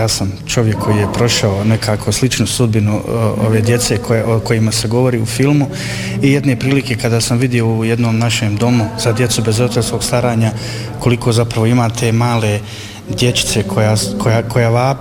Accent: Federation of Bosnia and Herzegovina, Bosnia & Herzegovina; born there; ja rođen u jednom malom selu kod Gornjeg Vakufa u podnožju planine Vranice i rođen sam u Ikavici

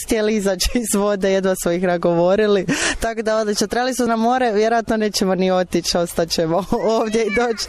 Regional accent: Split, Split-Dalmatia County, Croatia; born there; now in Zagreb, Croatia; Pa, porijeklom smo iz Konjica, roditelji su mi tu rođeni, ali živimo u Zagrebu, ja sam rođena u Splitu

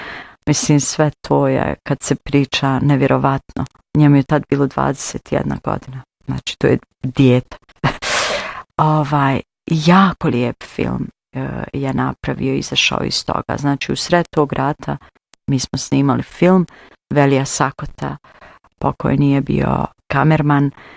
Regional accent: Hotonj, Federation of Bosnia and Herzegovina, Bosnia & Herzegovina; I onda meni je, iz Hotonja sam bila ja, jedna apotekarka, koje smo išli do grada na posao.

